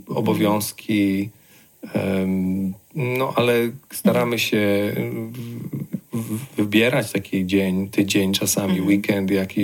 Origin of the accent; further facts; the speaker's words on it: Oświęcim, Lesser Poland, Poland; moved away as an adult; now in Ireland; ja urodziłem się w Oświęcimiu.